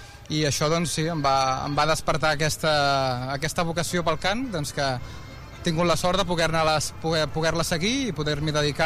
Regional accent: Sant Andreu de la Barca, Catalonia, Spain; de tant en tant poder tornar al poble on he crescut

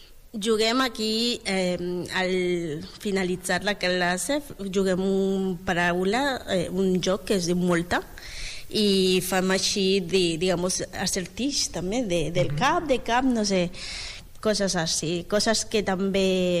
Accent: Bolivia; Catalan is a second language; moved away as an adult; now in Spain; Ah, soc boliviana.

